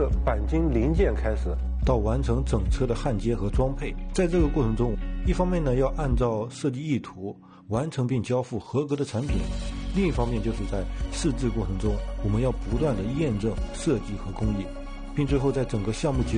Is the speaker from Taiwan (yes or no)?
no; China; 也是代表我们，中国，代表我们中国年轻的一代。